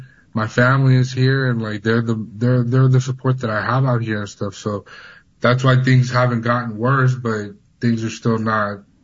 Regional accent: Bay Area, California, United States; also born or lived in Honduras; Honestly, I'm from California. I was born in Honduras, but being raised out here, you know, I feel like I got to experience the most, like, American upbringing. You know, my parents brought me to this country for a better life. I've grown up in the Bay Area

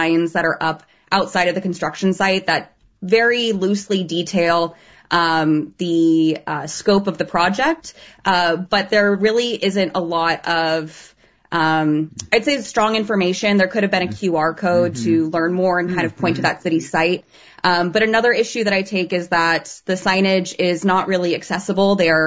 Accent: Gilroy, California, United States; I mean, I grew up in Gilroy. I went to Gilroy High School and was a part of leadership

